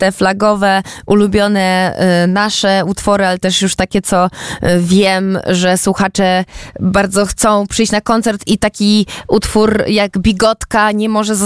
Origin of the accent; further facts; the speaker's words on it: Warsaw, Masovian Voivodeship, Poland; o Warszawę się nie boję, bo jestem stąd